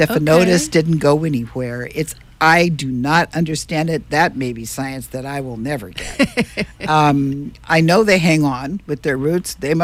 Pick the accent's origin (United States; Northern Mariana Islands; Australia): Northern Mariana Islands; and that's because I was raised in the Marianas and I've been through a few of these things.